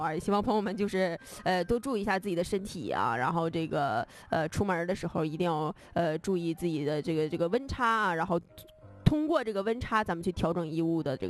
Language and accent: Chinese; Northeast China, China; 咱们东北人零上35度能待，零下35度也能待